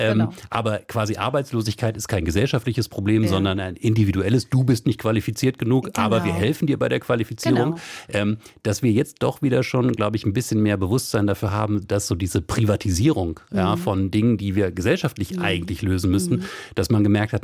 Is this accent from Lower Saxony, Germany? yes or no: yes; Wolfsburg, Lower Saxony, Germany; ich komme aus Wolfsburg ursprünglich, auch da immer mal Krisen bei Volkswagen